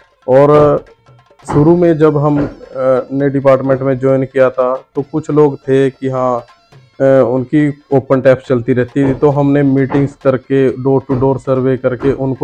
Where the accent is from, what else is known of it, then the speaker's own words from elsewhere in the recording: Ambala, Haryana, India; और गांव के जो हमारे अम्बाला के निवासी हैं, मैं उनको ये कहना चाहता हूँ